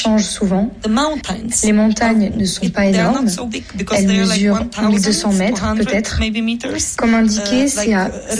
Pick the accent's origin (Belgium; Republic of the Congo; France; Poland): Poland; French is a second language; moved away as an adult; now in Norway; Je suis de Pologne et j'ai passé toute ma vie en Pologne.